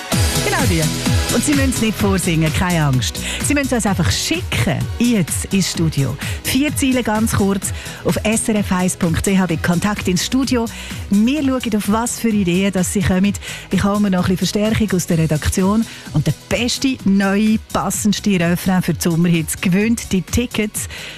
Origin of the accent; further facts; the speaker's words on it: Switzerland; Bei uns in der Schweiz, Stadion Letzigrund Zürich.